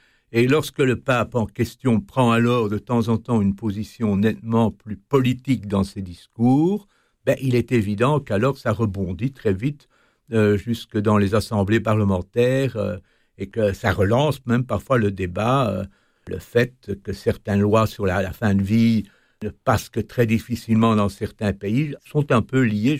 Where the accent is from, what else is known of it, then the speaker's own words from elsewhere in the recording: Belgium; chez nous en Belgique